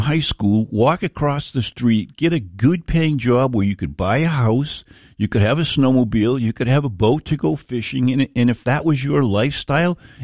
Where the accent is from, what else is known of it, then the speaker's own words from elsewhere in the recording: Yarmouth, Maine, United States; It's no different in my hometown in Yarmouth back in the 1960s.